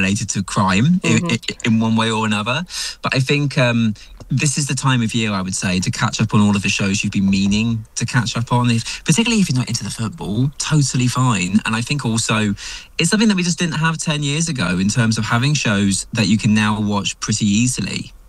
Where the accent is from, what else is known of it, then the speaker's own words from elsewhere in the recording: Scotland, United Kingdom; this is my pronunciation despite being Scottish